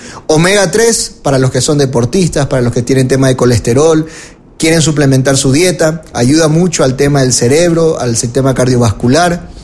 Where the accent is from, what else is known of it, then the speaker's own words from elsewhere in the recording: Guayas, Ecuador; accent: guayaco; Sí, ya es mi acento guayaco que va muy rápido, ¿no?